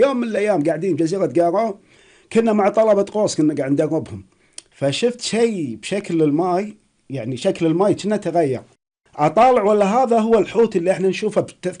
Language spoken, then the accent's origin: Arabic; Kuwait; الذيبة اللي عندنا بالكويت، عندنا احنا بالجنوب